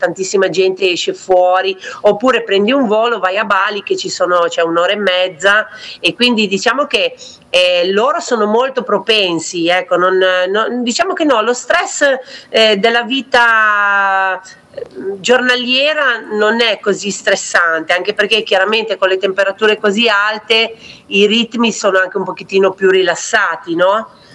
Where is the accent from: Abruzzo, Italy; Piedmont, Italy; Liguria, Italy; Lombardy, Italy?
Liguria, Italy; Pietra Ligure; now in Jakarta, Indonesia; il cambiamento principale è che noi nati sul mare, perché noi siamo di Pietra Ligure, quindi 5 minuti era al mare, e a Giacarta, essendo una megalopoli, noi siamo nel sud e il mare è al nord.